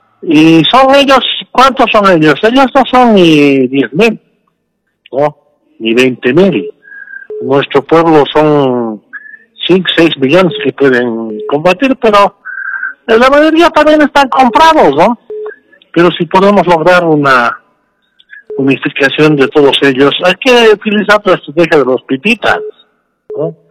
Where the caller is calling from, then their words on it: El Alto, La Paz, Bolivia; Te hablo aquí del Alto, de Sencata.